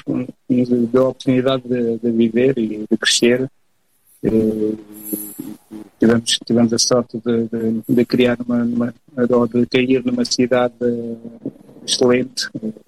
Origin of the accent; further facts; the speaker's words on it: Viseu, Centro, Portugal; also born or lived in Angola; eu nasci em Angola. Eu vim muito cedo de Angola, tinha nem um ano tinha, e por volta dos dois, 3 anos, é que vim morar para Viseu.